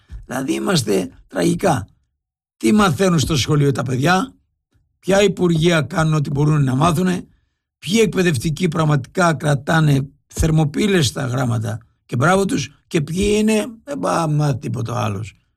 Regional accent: Peloponnese, Greece; εγώ είμαι από χωριό έξω από την Τρίπολη.

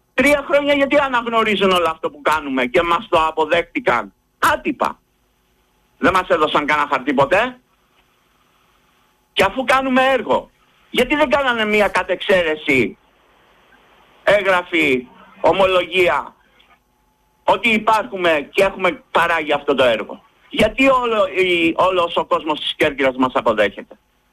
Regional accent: Greece; εμένα του Έλληνα πολίτη μου απαγορεύει να προστατεύσω τον τόπο μου

